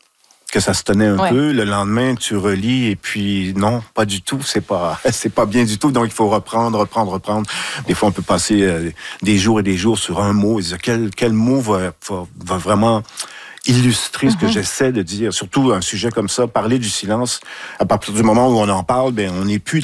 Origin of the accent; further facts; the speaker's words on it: Saguenay, Quebec, Canada; Je viens de Saguenay. J'ai été éduqué, élevé à côté de l'usine d'Alcan. Tous mes copains, mes copines, c'était des fils d'ouvriers, filles d'ouvrières.